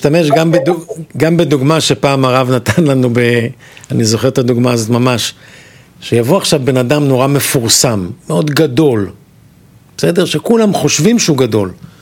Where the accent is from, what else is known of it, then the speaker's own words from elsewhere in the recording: Kiryat Gat, Southern District, Israel; גדלתי בעירה קטנה בדרום, בקריית גת